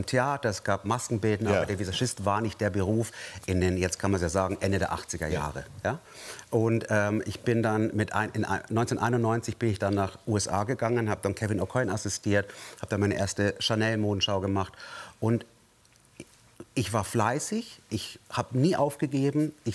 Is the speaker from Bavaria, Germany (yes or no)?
yes; Bavaria, Germany; Also ich komme aus Bayern